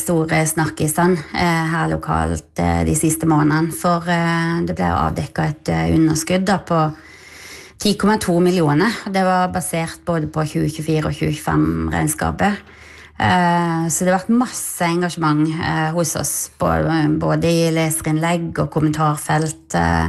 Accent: Vennesla, Agder, Norway; moved away as an adult; now in Notodden, Norway; Jeg er fra Vennesla i Agder, så ja, men jeg er fra et lite sted

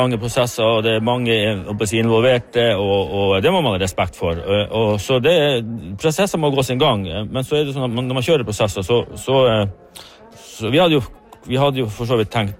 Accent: Finnmark, Norway; Vi blir færre og færre I Finnmark. Vi snart på rødliste, og vi også som finnmarkinger.

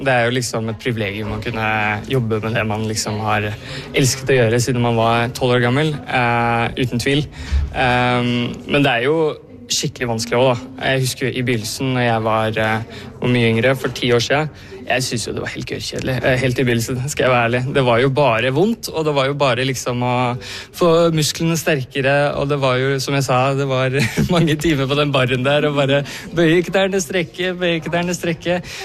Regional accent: Fetsund, Akershus, Norway; now in Oslo, Norway; Og min far kommer fra Fetsund, og han bor der, bor der nå fortsatt. Det der jeg kommer fra.

